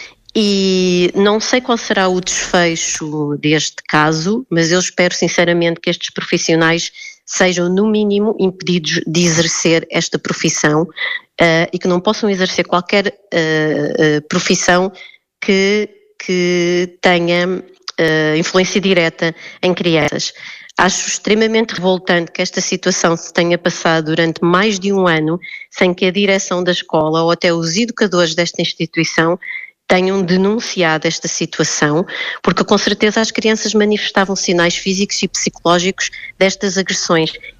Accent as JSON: {"language": "Portuguese", "town": "Cantanhede", "region": "Centro", "country": "Portugal", "said": "Eu sou da região centro, da região de Coimbra, Cantanhede, e a minha família tem propriedades rurais"}